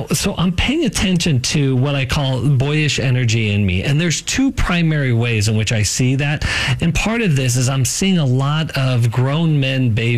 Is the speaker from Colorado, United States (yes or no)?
yes; Colorado, United States; So I grew up in Colorado, and I'm just going to tell you briefly a day in Colorado, spring.